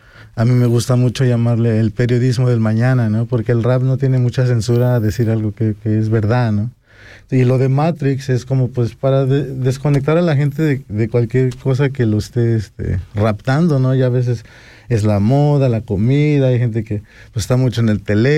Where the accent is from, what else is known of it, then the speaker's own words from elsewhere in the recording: Pachuca, Hidalgo, Mexico; Yo soy de Pachuca, Hidalgo